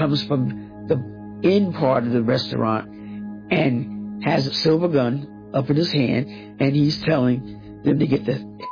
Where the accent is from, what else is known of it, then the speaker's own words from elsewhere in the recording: Teaneck, New Jersey, United States; also born or lived in Topeka, Kansas / Orlando, Florida; I was raised in Teaneck, New Jersey, 3 blocks from the … We all grew up together. Going between Teaneck, New Jersey, Topeka, Kansas, and Orlando, Florida, those are the places that I grew up.